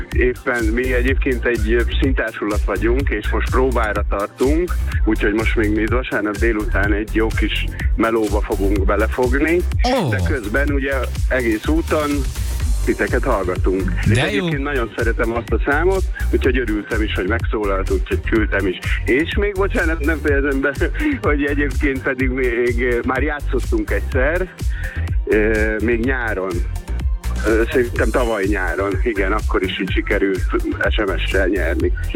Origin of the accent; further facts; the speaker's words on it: Miskolc, Borsod-Abaúj-Zemplén, Hungary; az miskolciak vagyunk egyébként